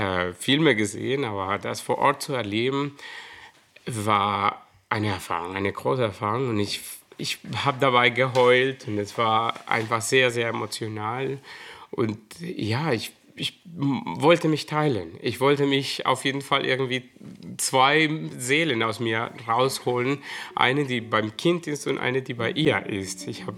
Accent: Colombia; now in Germany; ich als Kolumbianer war am Anfang total sauer, dass ich denke, ich komme aus einem Land, die reich ist, die extrem reiche Menschen hat, also auch extrem arme Menschen hat

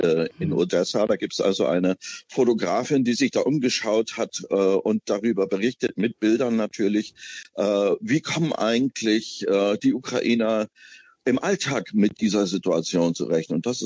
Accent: East Germany, Germany; Ja, also ich komme aus Ostdeutschland

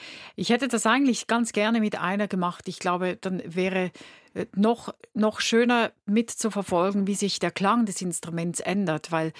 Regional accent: Winterthur, Zurich, Switzerland; born there; Und es gibt aus meiner Geburtsstadt in Winterthur gibt es eine Stiftung

